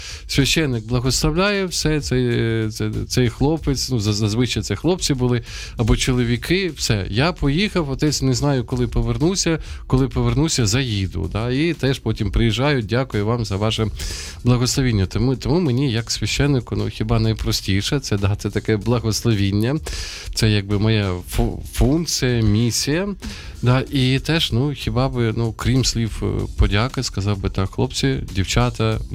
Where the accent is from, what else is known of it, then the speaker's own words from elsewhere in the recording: Sumy, Sumy Oblast, Ukraine; moved away; я родом із Сум, і досить часто, ну, раз на два місяці точно в Сумах буваю